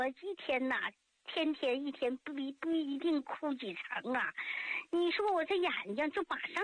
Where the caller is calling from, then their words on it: Tangshan, Hebei, China; 我是唐山的，河北唐山的。